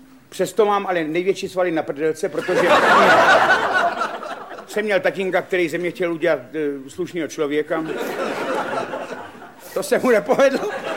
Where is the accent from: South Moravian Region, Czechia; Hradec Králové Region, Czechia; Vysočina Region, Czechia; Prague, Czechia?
South Moravian Region, Czechia; Ivančice; A tak jsem se narodil v porodnici a v těch Ivančicích jsem prožíval velký kus svého mládí.